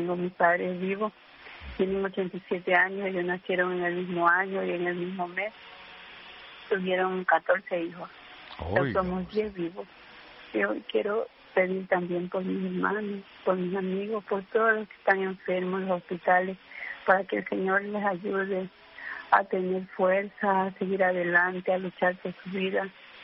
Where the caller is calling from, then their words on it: Ecuador; Estoy llamando de Ecuador.